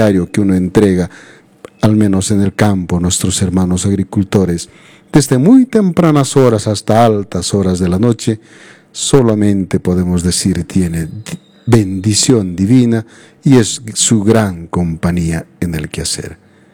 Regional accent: Peru

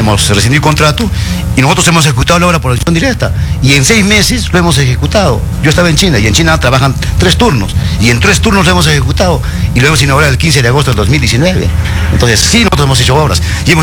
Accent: Arequipa, Peru; also born or lived in Caylloma; Yo soy arequipeño y tú sabes que Arequipa es otro país.

